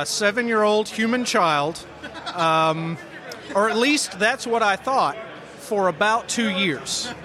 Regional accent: Port Coquitlam, British Columbia, Canada; I came from Port Coquitlam, just outside of Vancouver, Canada.

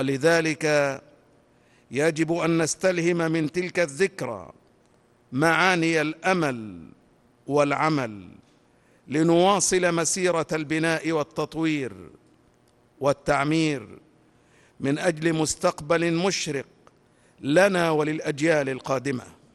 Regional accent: Egypt; بلدنا مصر

